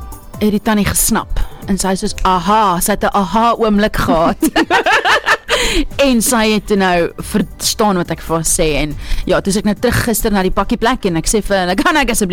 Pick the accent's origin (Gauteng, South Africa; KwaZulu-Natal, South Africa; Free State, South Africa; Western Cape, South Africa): Gauteng, South Africa; Pretoria; in Pretoria in Lynnwood, my area waar ek vandaan kom.